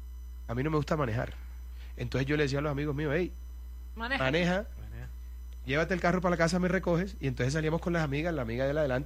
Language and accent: Spanish; Caribbean Region, Colombia; Los costeños somos así. Los costeños somos muy particulares.